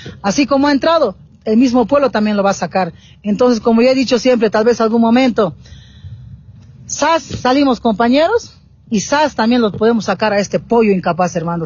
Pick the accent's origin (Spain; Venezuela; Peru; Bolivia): Bolivia; Nosotros somos bolivianos, aquí este rostro, esta sangre que tenemos nosotros, nuestra sangre originaria, verdaderos originarios que somos de aquí, de Bolivia.